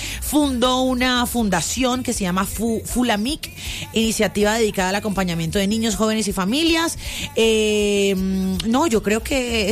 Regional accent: Barranquilla, Atlántico, Colombia; Soy barranquillera

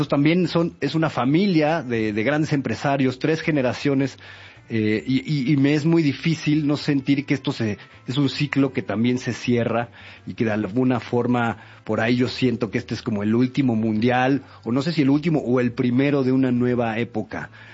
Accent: Mexico

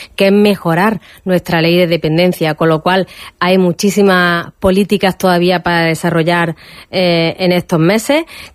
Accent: Torrox, Andalusia, Spain; como asárquica, como torroseña, como malagueña

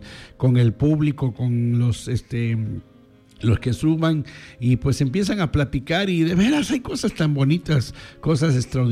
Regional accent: Mexico; Yo sé que a lo mejor como buen mexicano dejamos todo a lo último

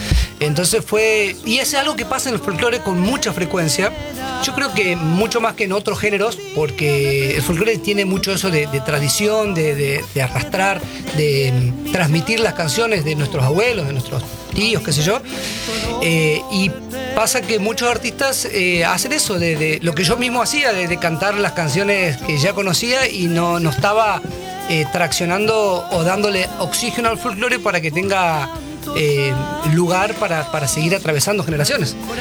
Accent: Chaco, Argentina; yo como soy chaqueño tengo mucha influencia de la música litoral

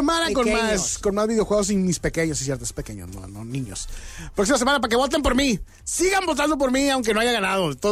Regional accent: Tampico, Tamaulipas, Mexico; yo soy de Tampico, Tamaulipas, y estamos pegados a Monterrey.

